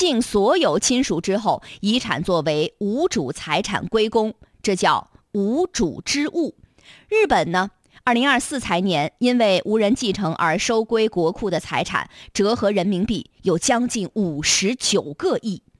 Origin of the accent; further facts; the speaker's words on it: China; 我们中国人很多人觉得不吉利